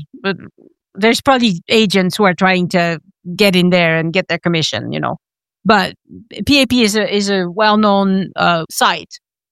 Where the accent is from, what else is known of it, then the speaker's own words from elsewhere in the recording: France; But even for me, like I was born and raised in France.